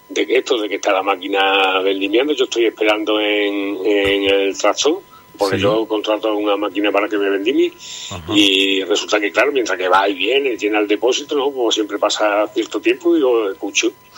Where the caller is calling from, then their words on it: Almendralejo, Extremadura, Spain; Yo estoy en Arizón, en Almendralejo, provincia de Badajoz.